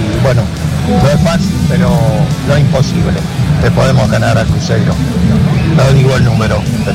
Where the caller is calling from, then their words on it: La Plata, Buenos Aires Province, Argentina; de la ciudad de La Plata. Acá estoy trabajando en el taxi